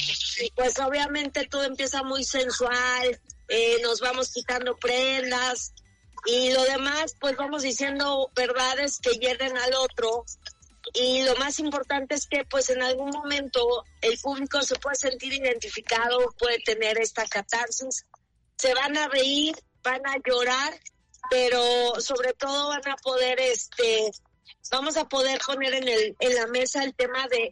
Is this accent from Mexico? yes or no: yes; Tuxpan, Veracruz, Mexico; Yo soy de Tuxpan